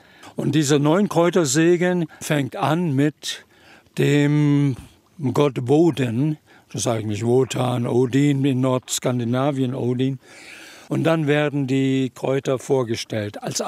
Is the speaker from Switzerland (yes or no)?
no; Oldenburg, Lower Saxony, Germany; Das haben wir als Kinder in Oldenburg